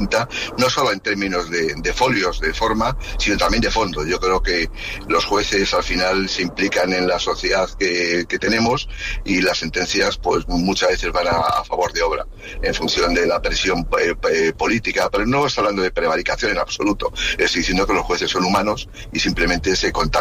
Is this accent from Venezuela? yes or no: no; Castile, Spain; Una cosa sobria, como somos los castellanos, un cafelito.